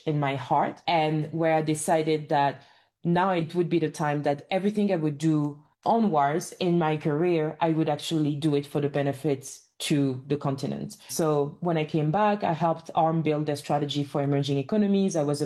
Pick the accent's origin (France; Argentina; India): France; moved away as an adult; also born or lived in Barbados / Japan / United States / United Kingdom; I grew up in France. My origins are on the continent, but I used to live in Barbados in the Caribbean. I've studied in Japan. I've worked in the US, in the UK